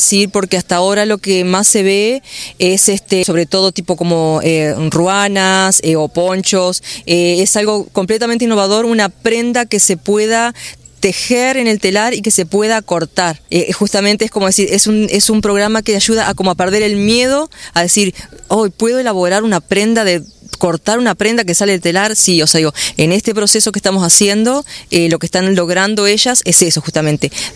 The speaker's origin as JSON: {"language": "Spanish", "town": "Playa Pascual", "region": "San José", "country": "Uruguay", "tie": "born or raised there", "said": "Yo soy artesana y artista textil, soy de San José, de Playa Pascual."}